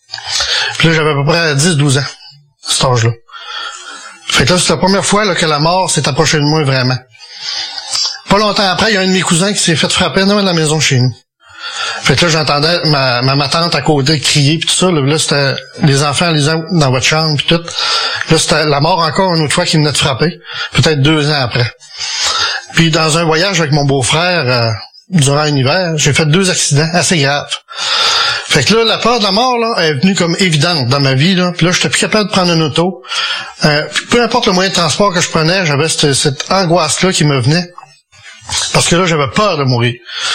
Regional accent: Quebec, Canada; J'ai grandi en Gaspésie, dans un petit village, où mes parents étaient très croyants, très pratiquants, catholiques.

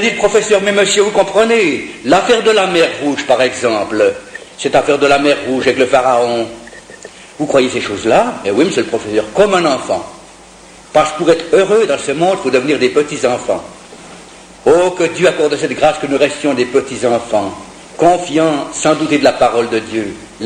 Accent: Switzerland

